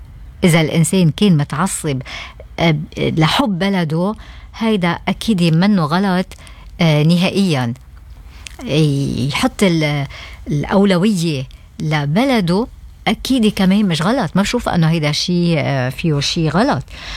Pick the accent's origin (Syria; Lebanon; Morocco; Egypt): Lebanon; now in Australia; نحن كجالية لبنانية وعرب